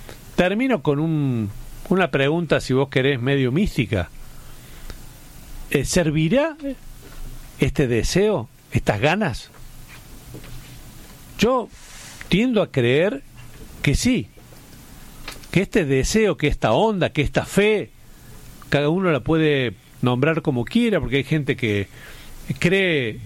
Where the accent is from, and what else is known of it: Argentina